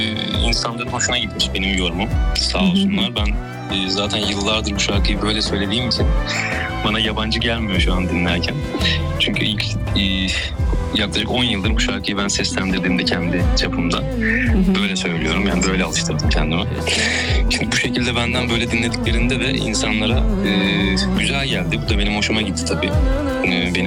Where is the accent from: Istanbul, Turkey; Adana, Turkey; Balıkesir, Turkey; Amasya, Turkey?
Istanbul, Turkey; moved away as an adult; now in Izmir, Turkey; Ben 5 yıldır İzmir'deyim. Normalde İstanbul'da doğdum, büyüdüm. Son 5 yıldır İzmir'de yaşıyorum.